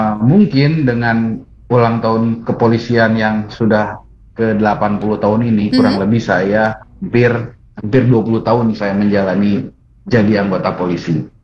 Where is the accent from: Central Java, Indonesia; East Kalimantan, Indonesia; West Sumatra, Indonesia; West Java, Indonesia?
West Java, Indonesia; Bandung; jadi dulu saya besar di Bandung, di masih wilayah Bandung.